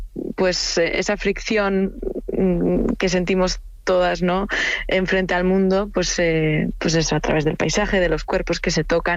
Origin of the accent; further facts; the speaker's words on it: Hondarribia, Basque Country, Spain; moved away; lo escribí cuando vivía todavía en mi ciudad natal, en Hondarribia. Bueno, es una pequeña ciudad costera, muy bonita, demasiado bonita para su propio bien.